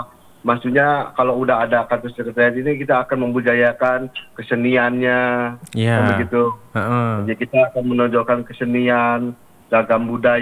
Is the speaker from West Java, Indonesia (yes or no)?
yes; Bandung, West Java, Indonesia; moved away; Kalau saya asli dari Bandung Kang.